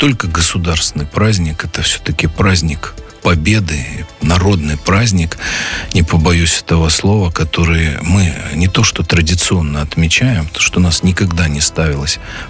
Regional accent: Belarus; мы, белорусы, нация сплоченная, дружная и нация, которая не отвергает никакие периоды своей истории

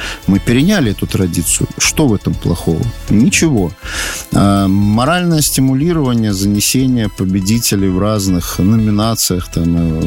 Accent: Belarus; у нас в Беларуси действует сейчас тоже традиция

